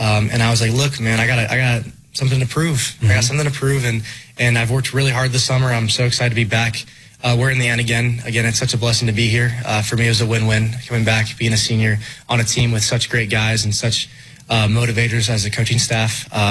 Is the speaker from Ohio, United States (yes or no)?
no; Colorado, United States; So going down to Arizona, my parents just moved down there. So I'm still from Colorado, but they're like, oh, you're from Arizona now. I'm like, no, I'm not.